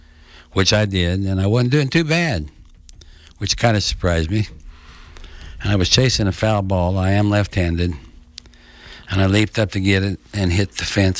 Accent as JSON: {"language": "English", "town": "Deerfield", "region": "Kansas", "country": "United States", "tie": "born or raised there", "also_born_or_lived": "Garden City, Kansas / Lakin, Kansas", "said": "My elementary school years, my parents moved to Deerfield, Kansas"}